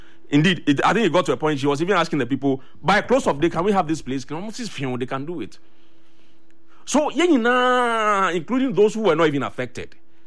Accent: Mamobi, Greater Accra, Ghana; I grew up in Mamobi. We knew what happened in Alajo.

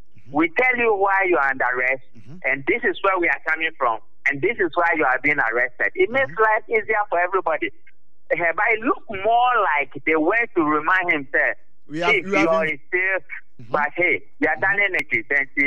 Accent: Ghana; Sometimes I say, I'm a Ghanaian, and I am

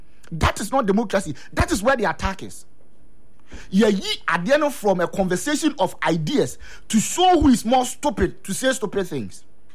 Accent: Ghana; As a Ghanaian, as a communications person

